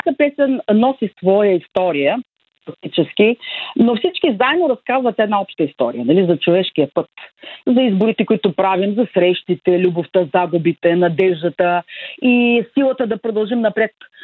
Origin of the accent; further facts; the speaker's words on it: Burgas, Burgas Province, Bulgaria; moved away as an adult; also born or lived in Sofia; now in Belgium; и двамата сме родени в Бургас и сме завършили музикалното училище в родния си град